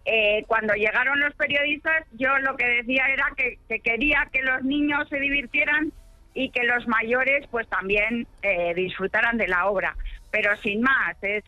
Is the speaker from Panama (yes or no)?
no; Bilbao, Basque Country, Spain; Y yo he nacido pues enfrente del mar, y entonces, bueno, pues yo de pequeña iba al colegio y después al mediodía nuestra madre nos recogía y nos llevaba a la playa